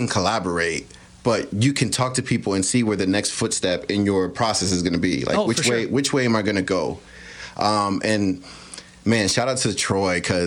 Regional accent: Dominican Republic; now in Lincoln County, United States; I'm from the Dominican Republic.

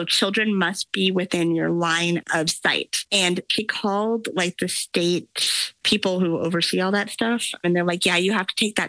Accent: Michigan, United States; now in California, United States; I'm from Michigan.

